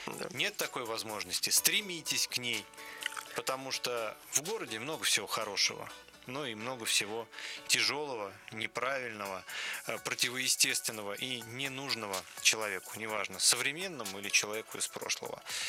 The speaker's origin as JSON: {"language": "Russian", "region": "Moscow", "country": "Russia", "tie": "born or raised there", "said": "Я, как коренной москвич"}